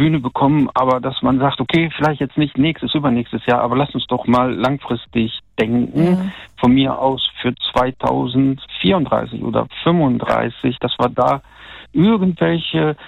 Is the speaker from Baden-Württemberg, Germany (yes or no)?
no; North Rhine-Westphalia, Germany; Also ich komme hier aus dem Siegburger Kölner Bereich, Bonn quasi, und da ist der Wohnraum extrem knapp.